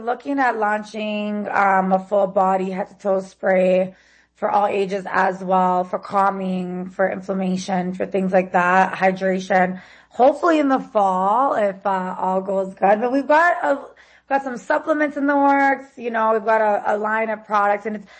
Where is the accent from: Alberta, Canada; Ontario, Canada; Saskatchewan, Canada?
Ontario, Canada; Toronto; I'm a Canadian. I am a Canadian from Toronto, but we launched the brand in the United States.